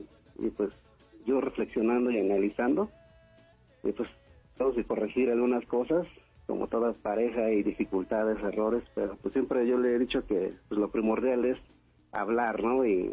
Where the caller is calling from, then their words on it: Santiago Tianguistenco, State of Mexico, Mexico; Aquí en Santiago Tengo, municipio de aquí de Tengo.